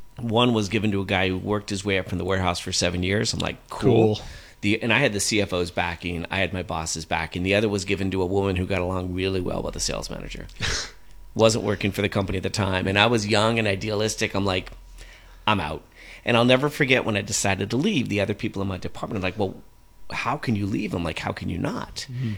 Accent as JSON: {"language": "English", "town": "Los Angeles", "region": "California", "country": "United States", "tie": "born or raised there", "moved": "as an adult", "lives_now": "Santa Ynez Valley, United States", "said": "I grew up in the South Bay of L.A., did not grow up in a family that drank wine at all."}